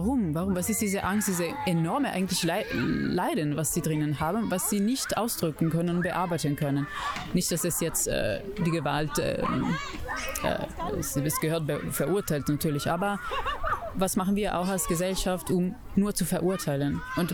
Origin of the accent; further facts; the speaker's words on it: Italy; Wir sind alle aus verschiedenen Ländern. Ich bin aus Italien, Sonja ist aus Griechenland und Riona ist aus Korea, Südkorea.